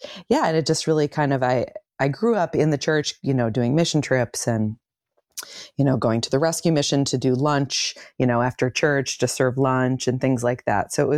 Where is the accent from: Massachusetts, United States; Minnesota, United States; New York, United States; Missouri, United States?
New York, United States; Syracuse; I'm from upstate New York. I'm from Syracuse, New York, and I am 45, so I was born in 1977